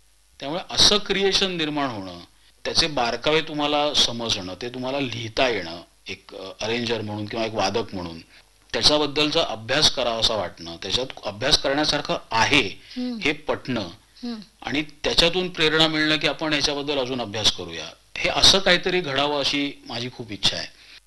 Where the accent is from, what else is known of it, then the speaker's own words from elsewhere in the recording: Maharashtra, India; म्हणजे मी मराठी भाषिक आहे